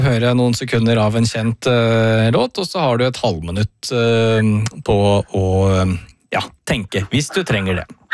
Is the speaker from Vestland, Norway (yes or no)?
no; Kolbotn, Akershus, Norway; Har jeg en felles Kolbotning her?